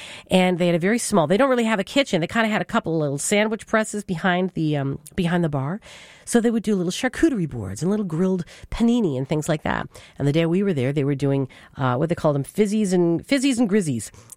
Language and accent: English; St. John's, Newfoundland and Labrador, Canada; moved away; with recommendations mainly around the St. John's area because that's my hometown, so that's what I know.